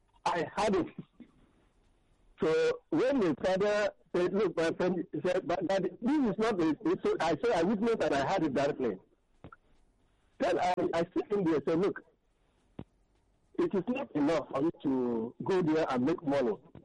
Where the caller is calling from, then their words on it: Ejigbo, Lagos, Nigeria; I'm calling you from Ejigbo Kingdom here, Lagos.